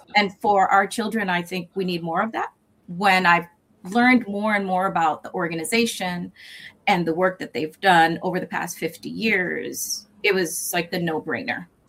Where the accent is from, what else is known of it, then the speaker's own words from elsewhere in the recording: Massachusetts, United States; Massachusetts.